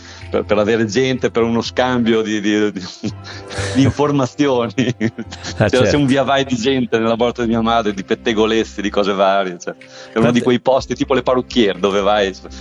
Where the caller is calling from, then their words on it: Pieve di Cento, Emilia-Romagna, Italy; io lo capisco ma non lo parlo molto bene, quindi i miei genitori parlavano dialetto però io non lo parlo molto bene. Comunque siamo, noi siamo di Pieve di, Pieve di Cento in provincia di Bologna, quindi un dialetto, siamo tra metà tra Ferrara e Bologna, comunque è più un dialetto bolognese, direi.